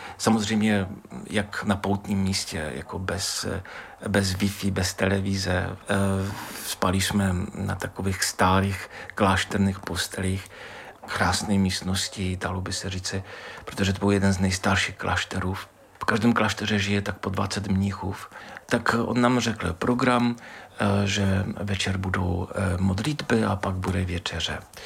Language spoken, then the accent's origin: Czech; Moravian-Silesian Region, Czechia; tak jsme mu řekli, že jsme z České republiky